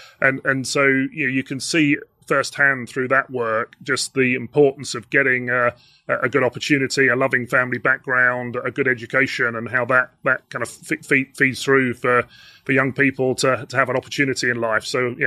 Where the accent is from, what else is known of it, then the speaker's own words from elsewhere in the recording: Essex, East of England, United Kingdom; So I was born and brought up in Essex.